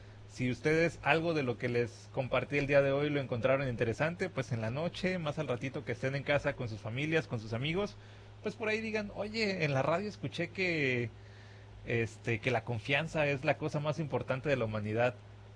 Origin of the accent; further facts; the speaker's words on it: Mexico; a mí como mexicano